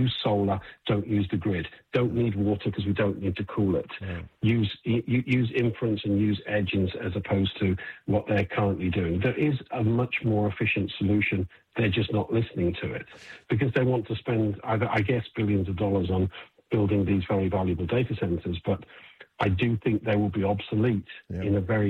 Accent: United Kingdom; And, you know, I'm a Brit, but I still want America to win in this race.

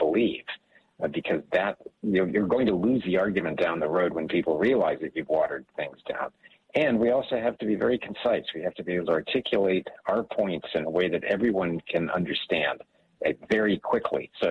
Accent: Hawaii, United States; also born or lived in Germany; Born in Germany, grew up in Hawaii, military family.

